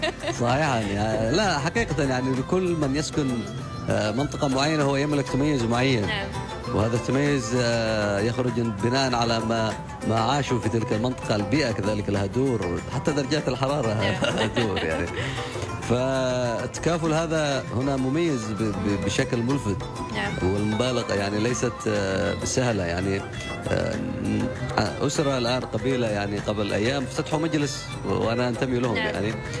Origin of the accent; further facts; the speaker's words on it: Dhofar, Oman; نحن هنا في الجنوب